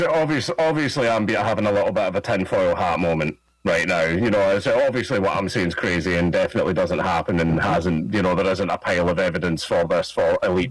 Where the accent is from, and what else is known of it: Scotland, United Kingdom